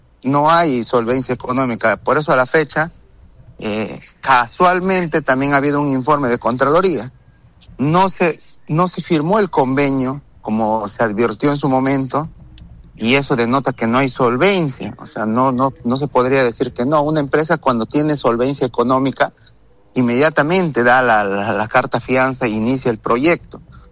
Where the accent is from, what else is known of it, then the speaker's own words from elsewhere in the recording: San Martín, Peru; Yo soy de San Martín, entonces a mí no me gustaría que a mi región le vaya mal.